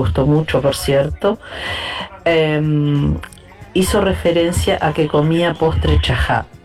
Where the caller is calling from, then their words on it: San José de Mayo, San José, Uruguay; desde San José de Mayo, Uruguay.